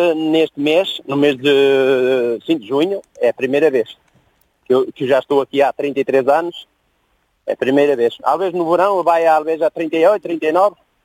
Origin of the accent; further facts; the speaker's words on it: Celorico de Basto, Braga, Portugal; Sou aí à beira do Porto, sou da Celurico de Vasco.